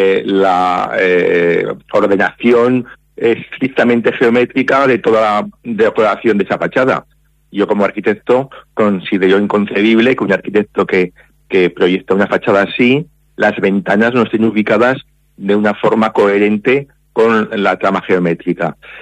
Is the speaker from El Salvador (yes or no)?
no; Zaragoza, Aragon, Spain; yo soy mayor, estoy jubilado, pero yo desde que comencé mi carrera profesional, soy de Zaragoza